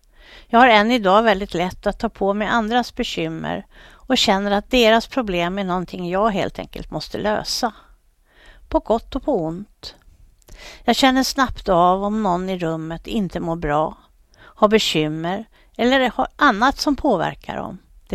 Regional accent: Vällingby, Stockholm County, Sweden; Jag växte upp i Vällingby och flyttade med familjen senare till Spånga.

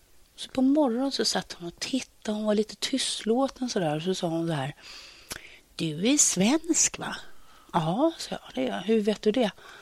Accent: Granada, Andalusia, Spain; moved away as an adult; now in Sweden; I Granada där vi kommer ifrån

